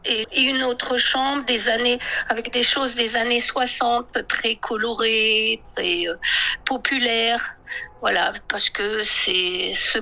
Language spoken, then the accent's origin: French; France; j'ai beaucoup voyagé au Yunnan, mais je suis française. Donc, c'est un mélange de que je suis en tant que française, en tant qu'architecte, et ce que j'ai aimé au Yunnan.